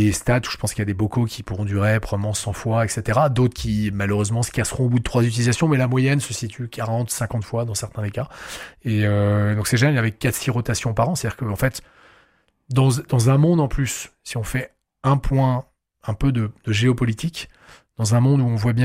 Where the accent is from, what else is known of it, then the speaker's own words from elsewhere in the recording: Lille, Hauts-de-France, France; On est Lillois, donc on a commencé dans le Nord.